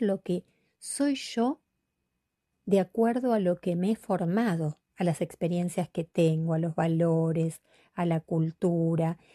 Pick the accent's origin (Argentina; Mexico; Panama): Argentina; Quilmes, Buenos Aires Province; Yo soy de Quilmes, de la provincia de Buenos Aires. Vivíamos a 500 kilómetros